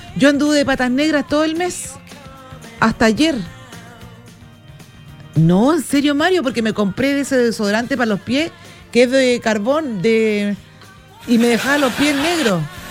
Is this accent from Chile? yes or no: yes; Iquique, Tarapacá, Chile; Yo soy súper iquiqueña, apoyo Deporte Iquique